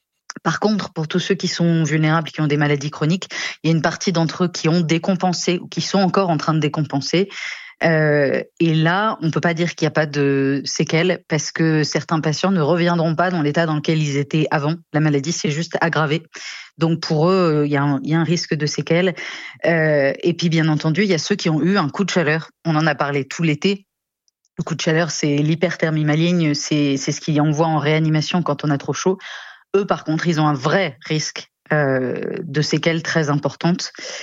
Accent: Nancy, Grand Est, France; Je viens de Nancy, chez moi, l'acclimatation, c'était épouvantable.

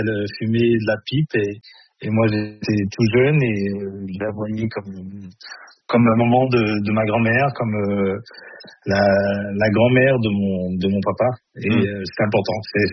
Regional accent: Île-de-France, France; Moi, je suis né ici, je suis un banlieusard, je suis né en Essonne et j'ai grandi

